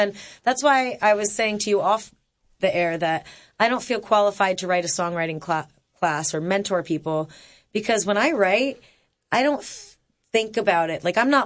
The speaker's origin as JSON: {"language": "English", "region": "Rhode Island", "country": "United States", "tie": "born or raised there", "said": "I grew up in Rhode Island, and my friend Deneed would come over"}